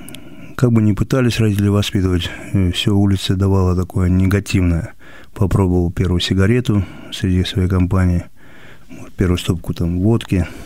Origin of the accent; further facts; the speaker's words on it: Rylsk, Kursk Oblast, Russia; Это Курская область, город Рыльск такой был. Ну, это все в одной Курской области, как и сейчас я живу.